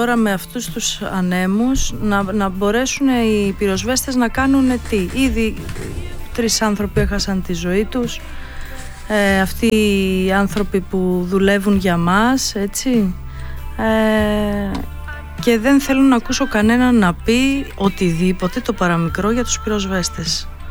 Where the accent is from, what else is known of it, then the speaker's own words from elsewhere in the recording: Aigio, West Greece, Greece; εκεί στα μέρη μου, εκεί στο Αίγιο, στην Άκολη, από πάνω.